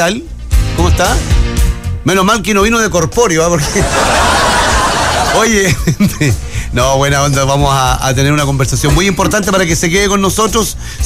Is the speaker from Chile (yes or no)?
yes; Chile; como somos los chilenos.